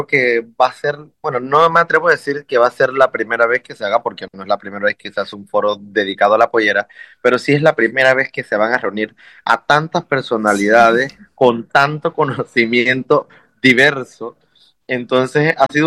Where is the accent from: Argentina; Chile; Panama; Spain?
Panama; muchísimas cosas patrias que uno como panameño vive